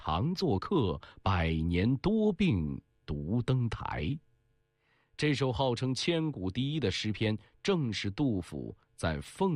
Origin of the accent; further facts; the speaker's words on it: China; 作为中国人